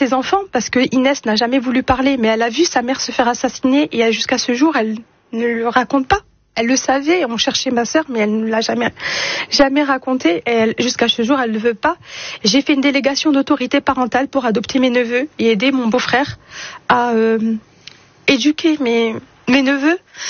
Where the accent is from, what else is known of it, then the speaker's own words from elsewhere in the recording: Nice, Provence-Alpes-Côte d'Azur, France; born there; je suis née à Nice.